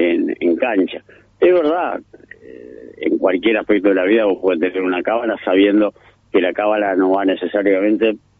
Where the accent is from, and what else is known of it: Uruguay